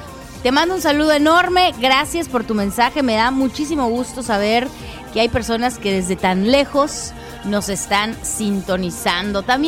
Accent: Seybaplaya, Campeche, Mexico; now in Dallas, United States; Saludos desde Dallas, Texas. ¡Órale pues! Aquí escuchándote. Soy de Ceiba Playa … Saludos a mi familia de Campeche, a mis hermanos.

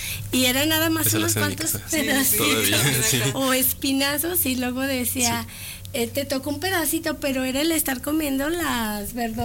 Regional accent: Jalisco, Mexico; en la región de donde soy yo, que es el sur de Jalisco

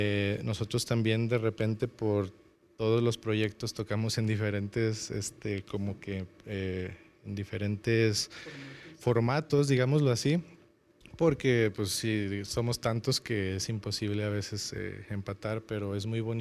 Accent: Fresnillo, Zacatecas, Mexico; La mayoría de nosotros somos de Fresnillo, entonces también nos conocemos por esa parte.

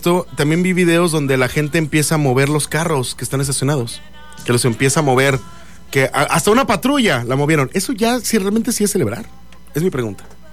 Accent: Mexico; Yo sé que estoy tocando fibras sensibles y que estoy tocando ese orgullo mexicano. ¡Somos bien mexicanos!

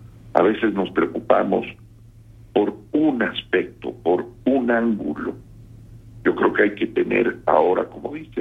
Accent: Mexico; Nuestro destino como mexicanos, como mexicanas, está ligado a los Estados Unidos

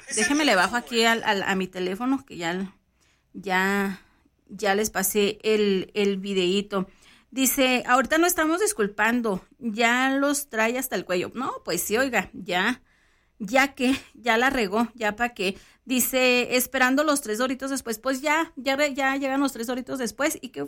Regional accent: Mexico

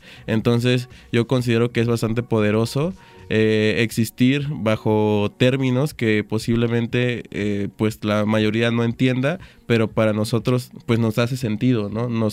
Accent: Veracruz, Mexico; Yo soy del sur de Veracruz

